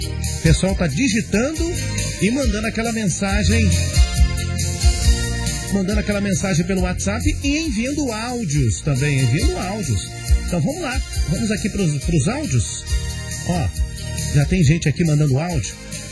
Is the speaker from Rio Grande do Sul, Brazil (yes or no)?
no; Ibirité, Minas Gerais, Brazil; Somos daqui de Marilândia, Ibirité, Minas Gerais.